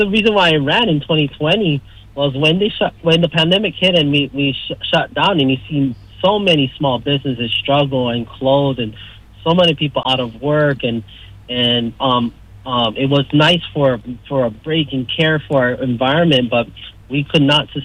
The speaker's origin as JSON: {"language": "English", "town": "Lihue", "region": "Hawaii", "country": "United States", "tie": "born or raised there", "said": "being born and raised here and moving back into my hometown, before getting elected, I got to spend that time doing that work."}